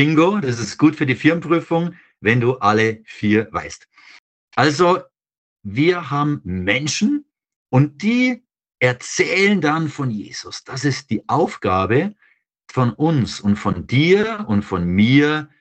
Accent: Moosach, Bavaria, Germany; Ich komme aus Moosach bei Grafing bei München.

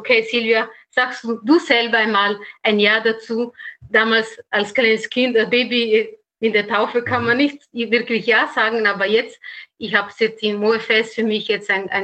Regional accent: Italy; German is a second language; man hat vielleicht auf meine Sprache gemerkt, dass ich nicht Österreicherin bin, sondern bin Italienerin.

